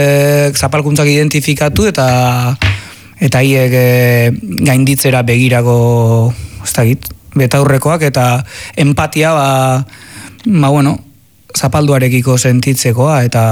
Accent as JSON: {"language": "Basque", "town": "Azpeitia", "region": "Basque Country", "country": "Spain", "said": "ni Azpeitiarra naiz, da nik, ez da git, 9 kuadrotan ezagutu nitun herriko 9 preso"}